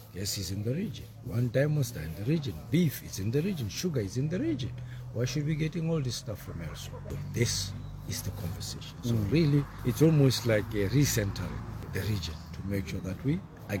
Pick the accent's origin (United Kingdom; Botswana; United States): Botswana; I come from Botswana.